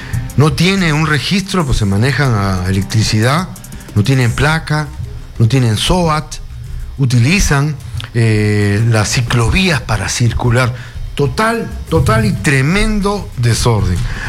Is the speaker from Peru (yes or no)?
yes; Peru